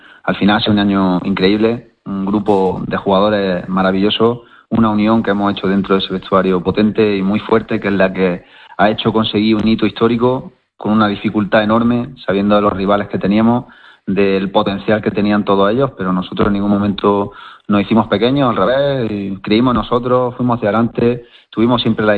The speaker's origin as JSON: {"language": "Spanish", "town": "Antequera", "region": "Andalusia", "country": "Spain", "tie": "born there", "moved": "as an adult", "lives_now": "Granada, Spain", "said": "Yo nací en Antequera, Málaga."}